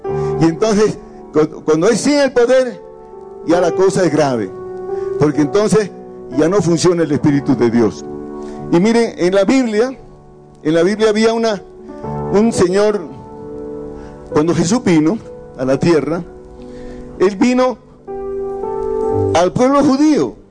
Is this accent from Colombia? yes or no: no; Bolivia; born there; moved away; also born or lived in Honduras; yo soy nacido aquí en Bolivia, pero vivía en Honduras, en el extranjero.